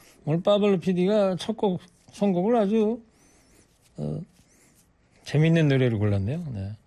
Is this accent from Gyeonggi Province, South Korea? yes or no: yes; Anseong, Gyeonggi Province, South Korea; moved away; 제가 안성 고향에 전화해서 엄니한테 전화를 드렸더니